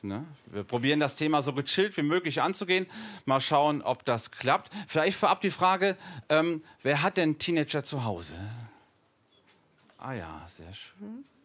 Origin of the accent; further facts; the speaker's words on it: Mainz, Rhineland-Palatinate, Germany; Ich komme aus Mainz